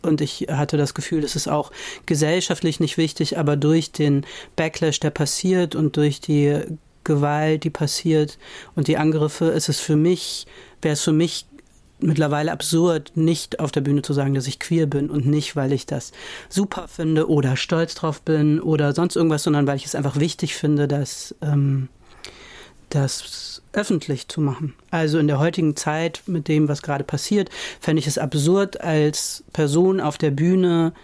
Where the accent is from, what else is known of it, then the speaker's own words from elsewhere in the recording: Rhineland, Germany; Ich komme ja aus dem Rheinland